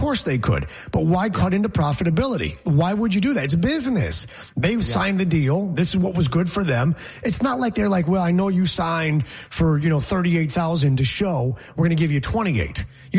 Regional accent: Geneva, New York, United States; When I buy that same drink in my hometown of Geneva, New York, it's $6.

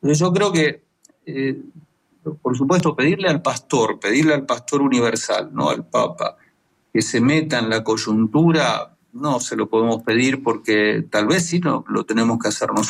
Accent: Argentina

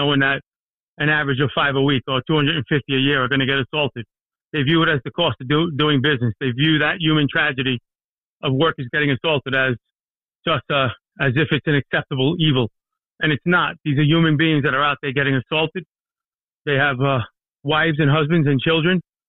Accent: New York City, New York, United States; I'm from a place called Garrison Beach, a largely working class Irish neighborhood in southern Brooklyn. I still live here. I live right where my father grew up. Same address, same spot.

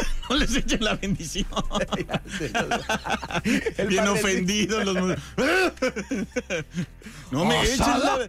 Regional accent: Mexico; no pueden entender que los mexicanos tengamos ese detalle

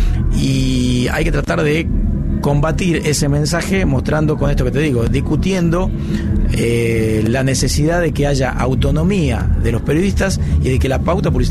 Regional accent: Tucumán, Argentina; Sí, recontra tucumano.

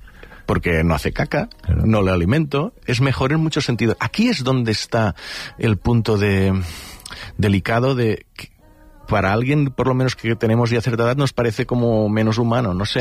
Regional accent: Catalonia, Spain; Pues algunas cosas, mira que soy del Delta del Ebre, hay mosquitos, sí, cuando dejan de fumigar.

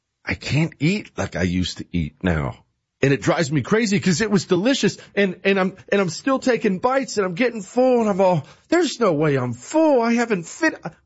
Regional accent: United States; I order a side of mac and cheese because I'm an American.

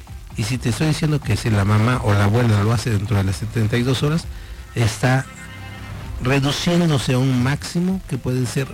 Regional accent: Mexico

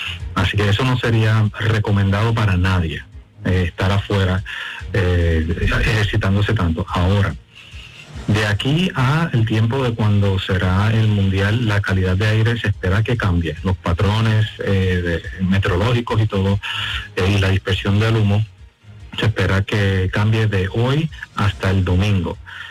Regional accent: Puerto Rico; Perdóname, soy puertorriqueño, del noreste de los Estados Unidos.

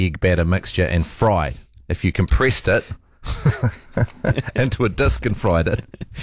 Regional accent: South Island, New Zealand; I'm from the South Island as well

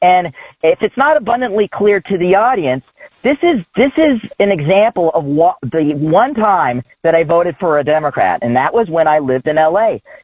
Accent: California, United States; I'm from California

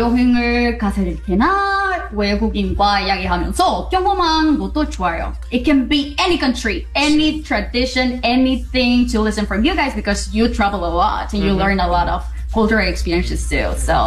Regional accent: Mexico; English is a second language; Because I'm from Mexico, you're from Korea, it's almost the same thing.

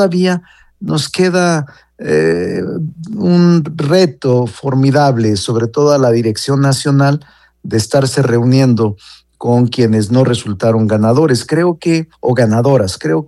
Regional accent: Zacatecas, Mexico; O incluso Zacatecas, mi tierra, hombre, no yendo tan lejos, Carlos

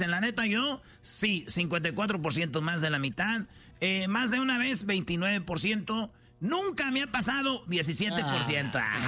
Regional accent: Jalisco, Mexico; Soy de los Altos Jalisco, del estado. Y de la región más conservadora de México, si no sabías, ¿ok?

